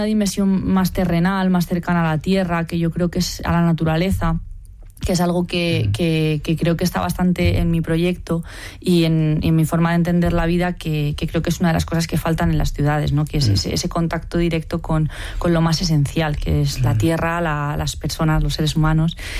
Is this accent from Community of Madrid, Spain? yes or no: yes; Community of Madrid, Spain; moved away as an adult; now in Villamayor de Santiago, Spain; nací en Madrid y me crié un poco en la periferia madrileña